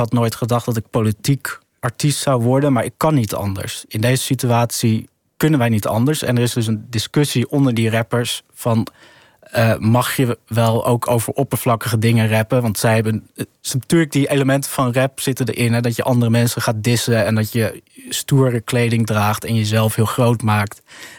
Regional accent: Sudan; een heel oud Soedanees nummer over mijn thuisland, de goede dagen in mijn thuisland.

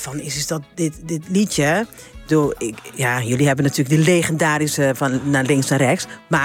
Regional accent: Curaçao; wij zijn Curaçaoënaars, maar in het papiaments noem je dat Judy Corsao. Een kind van Curaçao. Dus Curaçao is onze moeder.

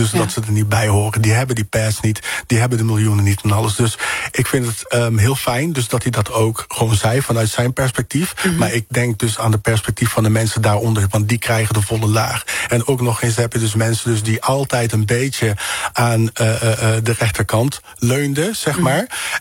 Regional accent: Netherlands Antilles, Netherlands; born there; Want niemand, maar ook echt daadwerkelijk niemand kan mijn Nederlanderschap in kwestie stellen. Sowieso niet, omdat ik gewoon in Nederlands Antillen geboren ben.

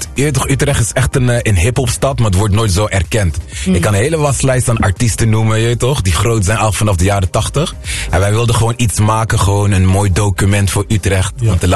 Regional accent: Aruba; born there

